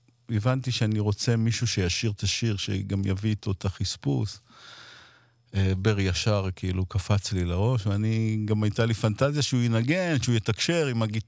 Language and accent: Hebrew; Ashdod, Southern District, Israel; בתכלס זה הזכיר לי את אשדוד, המקום שגדלתי בו.